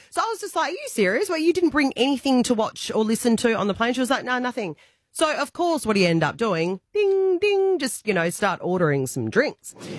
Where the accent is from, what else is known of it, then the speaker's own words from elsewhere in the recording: Perth, Western Australia, Australia; born and bred in Perth, you know, got a job there. My family's there, obviously.